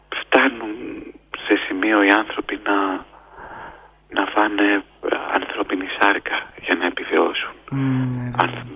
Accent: Missolonghi, Western Greece, Greece; Όταν ήμουν μικρός και ήμουν στο Μεσολόγιο, η αδερφή μου μου τραγουδούσε κατά προτροπή του πατέρα μου τη … και έτσι μεγάλωσα με αυτό το τραγούδι

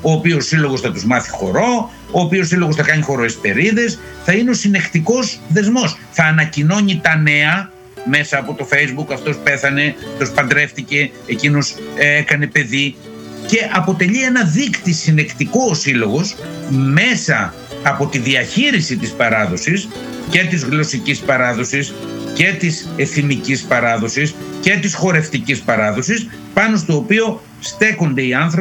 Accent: Samos, North Aegean, Greece; moved away as an adult; ο τόπος καταγωγής μου, η Σάμος. Γεννήθηκα και μεγάλωσα εκεί μέχρι 18 χρονών που πήγα να σπουδάσω. Διατηρώ σχέσεις, πηγαίνω. Δεν ζω εκεί. Και ούτε διαφαίνεται ότι θα ζήσω. Αλλά είναι η πατρίδα μου.

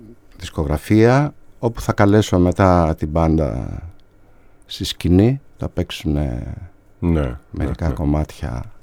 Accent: Ioannina, Epirus, Greece

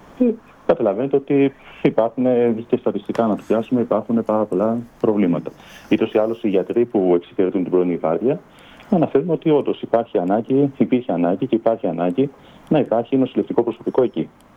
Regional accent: Rhodes, South Aegean, Greece; όσοι είμαστε από το Δήμο Καμήρου και Δήμο Ταβίρου

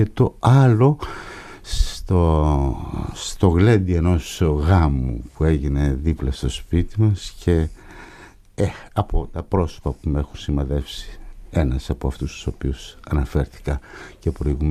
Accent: Kato Theodoraki, Central Macedonia, Greece; moved away; το χωριό μου, το Κάτω Θεοδωράκι του Κυλκής, όπου γεννήθηκα στις 7 Μαΐου του 1936. Όλοι οι κάτοικοι είναι πρόσφυγες, κυρίως πόντοι, λίγες οικογένειες μικρασιάτες και 5-6 οικογένειες σαρακατζανέοι.

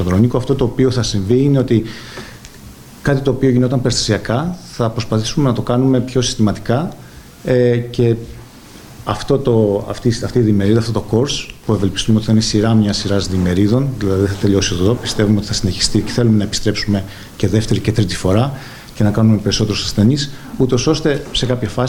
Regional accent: Lesbos, North Aegean, Greece; moved away; από την πατρίδα μου

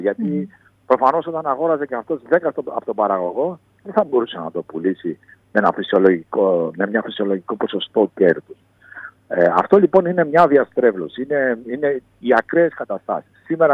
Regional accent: Greece; σαν Έλληνες παραγωγοί και Ευρωπαίοι

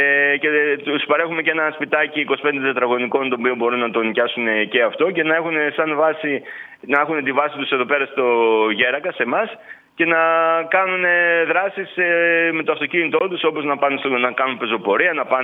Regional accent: Eastern Macedonia and Thrace, Greece; now in Xanthi, Greece; Εγώ από δίπλα από τον Ιασμό έχω καταγωγή.

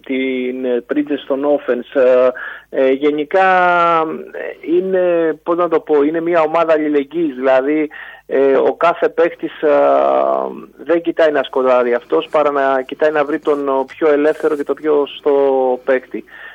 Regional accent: Greece; σαν Έλληνας

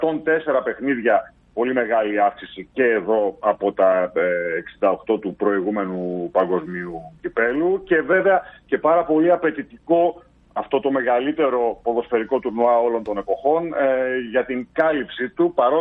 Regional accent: Greece; ως Έλληνας φύλαθλος

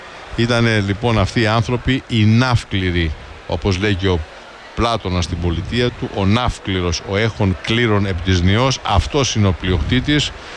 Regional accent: Chios, North Aegean, Greece; also born or lived in Spetses; εγώ είμαι Χιώτης.

